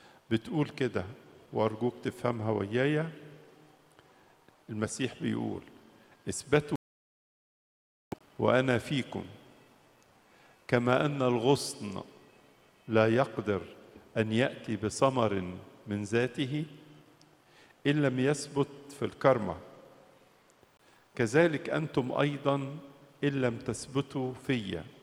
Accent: Egypt; يحفظ بلادنا مصر

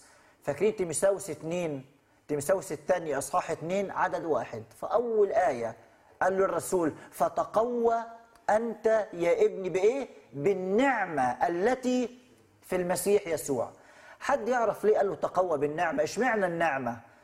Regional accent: Upper Egypt, Egypt; عندنا في الصعيد

